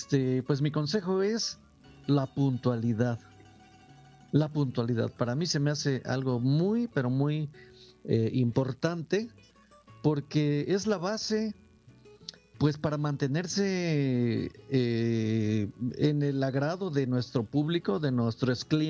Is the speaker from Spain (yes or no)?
no; Huatusco, Veracruz, Mexico; now in Xalapa, Mexico; Yo soy de Huatusco, pero radico aquí en Jalapa desde hace ya muchos años.